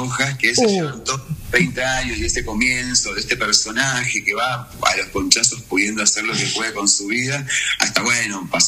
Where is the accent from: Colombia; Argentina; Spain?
Argentina; me siento argentino